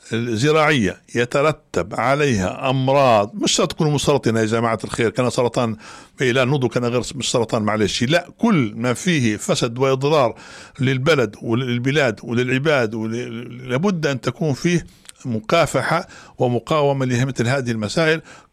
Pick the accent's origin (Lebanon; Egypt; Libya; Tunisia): Libya; وإحنا كنا كليبيين